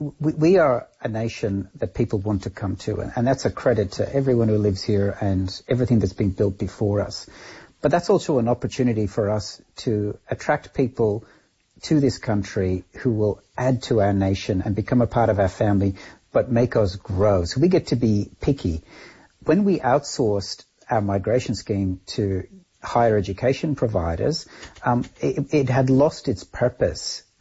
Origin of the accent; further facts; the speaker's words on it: Ireland; born there; moved away; I wasn't born here, I was born in Ireland.